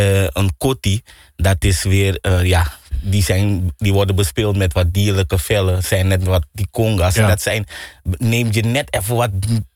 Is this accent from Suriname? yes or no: yes; Suriname; Iedereen weet dat wij als Surinamers gastvrij zijn.